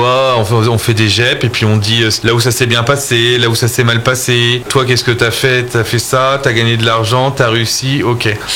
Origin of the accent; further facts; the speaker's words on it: Reims, Grand Est, France; ben moi je viens de Reims